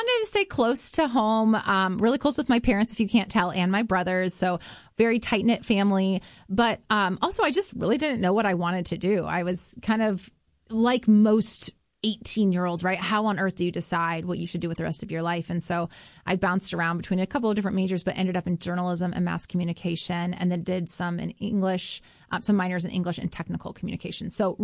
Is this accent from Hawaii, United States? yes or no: no; Ames, Iowa, United States; landed in Ames, Iowa. Okay. I grew up there, went to Gilbert, like we talked about. And just loved growing up in Iowa.